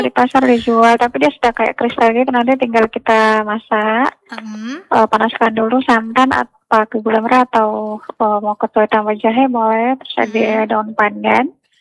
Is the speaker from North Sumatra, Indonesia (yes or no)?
no; Maluku, Indonesia; also born or lived in Southeast Sulawesi; walaupun saya asli Sulawesi Tenggara, sudah berdomisili di Maluku ya dari mulai umur 2 tahun